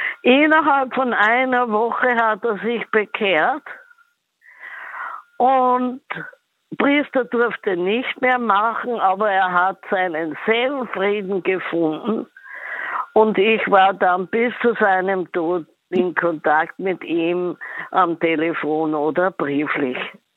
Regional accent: Upper Austria, Austria; Ja, ich bin geboren in Oberösterreich und aufgewachsen.

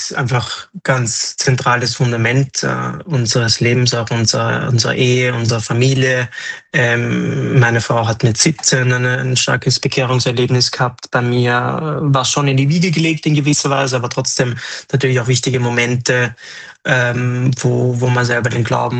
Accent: Austria; Wir sind beide Österreicher

